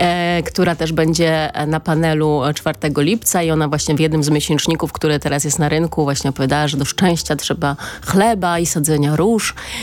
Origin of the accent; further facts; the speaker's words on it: Białystok, Podlaskie Voivodeship, Poland; now in Masovia, Poland; wprawdzie mieszkam już dłużej na Mazowszu niż na Podlasiu, w Mazowszu, ale od wielu pokoleń pochodzę ściśle z Białegostoku, z Podlasia